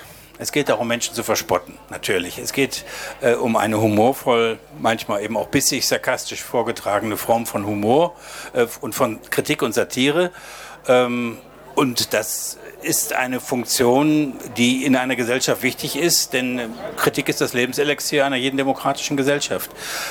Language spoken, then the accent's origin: German; Düsseldorf, North Rhine-Westphalia, Germany; ich bin Düsseldorfer, Heinrich Heine auch.